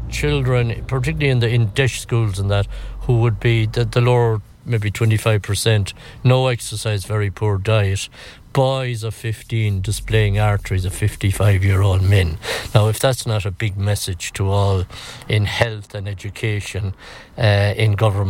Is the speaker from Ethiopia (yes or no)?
no; Ireland; born there; moved away; also born or lived in Dublin; There's a good story about leaving Ballyhonus. I wasn't supposed to live when I was born in the Old Coombe in Dublin.